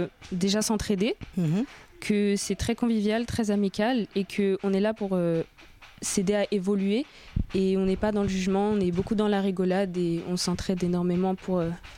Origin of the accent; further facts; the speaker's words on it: France; je suis née en France, j'ai toujours vécu en France et on allait juste en Martinique pendant les vacances.